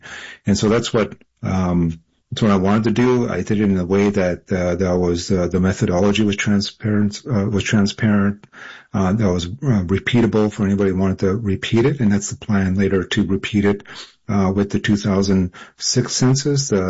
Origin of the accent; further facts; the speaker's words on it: Ontario, Canada; born there; moved away; also born or lived in North Bay, Ontario; I'm originally from Winnis First Nations, which is a small Cree village up in the Hudson Bay coastline. Polar bears roam where I'm from. And when I left that small reserve into a city in North Bay